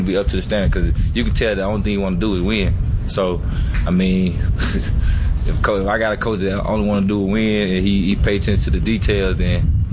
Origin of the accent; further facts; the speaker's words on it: Mississippi, United States; Cause I mean, I'm from Mississippi. I don't have trouble anymore, but I've had trouble before with guys not understanding some of the things that I say.